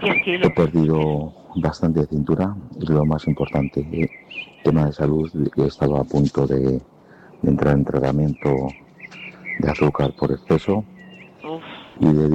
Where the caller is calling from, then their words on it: Madrid, Community of Madrid, Spain; de Carabanchel.